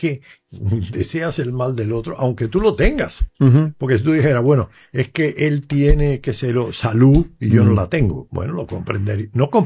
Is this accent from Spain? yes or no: no; Cuba